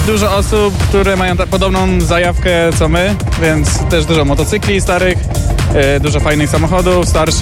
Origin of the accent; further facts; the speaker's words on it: Leoncin, Masovian Voivodeship, Poland; przyjechałem z Leoncina